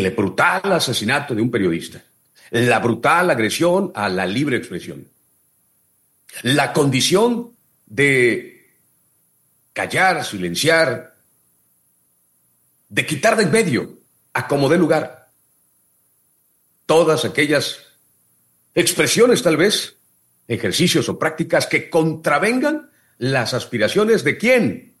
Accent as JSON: {"language": "Spanish", "region": "Oaxaca", "country": "Mexico", "said": "en las aspiraciones de nosotros como oaxaqueños y como país."}